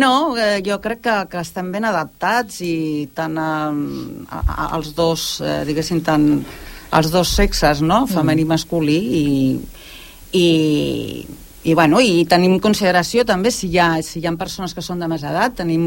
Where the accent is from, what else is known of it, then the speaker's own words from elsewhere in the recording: L'Hospitalet de Llobregat, Catalonia, Spain; jo soc de, no soc d'aquest municipi, soc d'Hospitalet